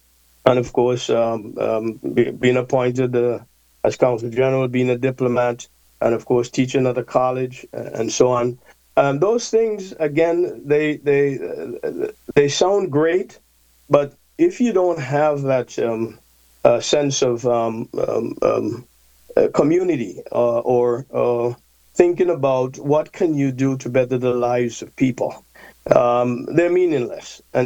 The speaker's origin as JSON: {"language": "English", "country": "Antigua & Barbuda", "tie": "born or raised there", "said": "growing up in Antigua and Barbuda"}